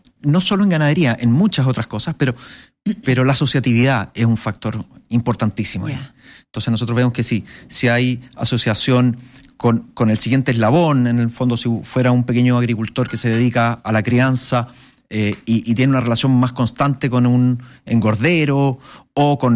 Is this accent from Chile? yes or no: yes; Chile